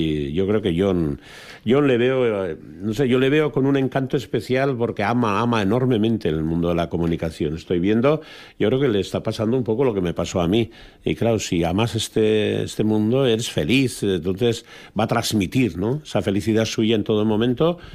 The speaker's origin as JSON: {"language": "Spanish", "town": "Astiz", "region": "Navarre", "country": "Spain", "tie": "born there", "moved": "yes", "lives_now": "Lekunberri, Spain", "said": "yo 5 kilómetros vine de mi pueblo Astiz a Lecumberri. Toda mi aventura fueron 5 kilómetros."}